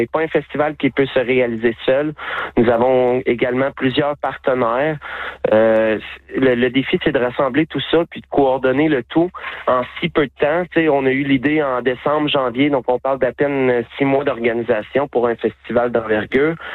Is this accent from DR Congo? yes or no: no; Gracefield, Quebec, Canada; Je suis fier de dire que je viens de la vallée de la Gatineau, plus précisément de Gracefield, puis je veux que plusieurs autres générations soient fières de venir de la vallée de la Gatineau.